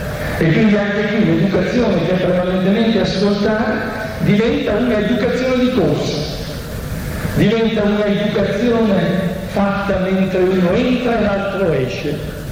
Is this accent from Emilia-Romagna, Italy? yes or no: no; Verona, Veneto, Italy; io sono di Verona, quindi un ambiente piuttosto tradizionale